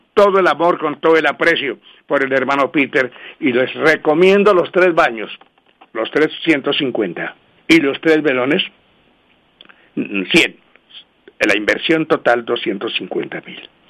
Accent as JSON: {"language": "Spanish", "country": "Colombia", "said": "vamos a dar nuestro voto como buen colombiano"}